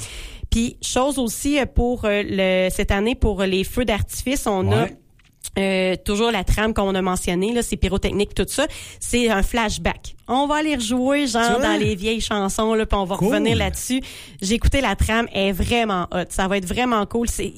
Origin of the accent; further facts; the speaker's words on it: Quebec, Canada; Puis c'est chez nous, en Beauce, à Saint-Honoré-de-Chenelay.